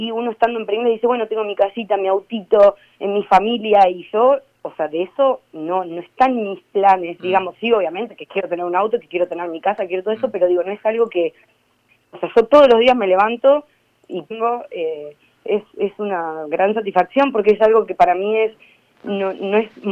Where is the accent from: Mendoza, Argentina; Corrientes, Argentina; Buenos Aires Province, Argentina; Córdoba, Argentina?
Buenos Aires Province, Argentina; Coronel Pringles; a mí me gusta decir que soy de Pringles.